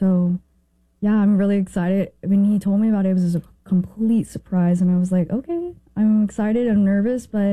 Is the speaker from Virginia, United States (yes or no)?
no; Arizona, United States; I'm from Arizona, and currently right now I'm going into my freshman year of college.